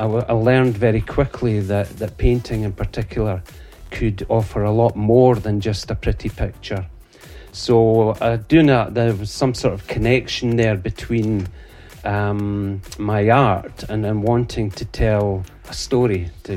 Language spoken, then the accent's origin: English; Edinburgh, Scotland, United Kingdom; moved away as an adult; now in Fife, United Kingdom; I am originally from Edinburgh, but I've lived in Fife for nearly 40 years now.